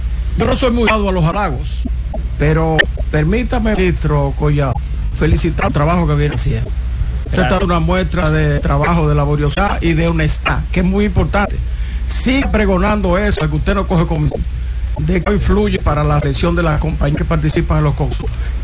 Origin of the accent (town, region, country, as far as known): Monte Cristi, Dominican Republic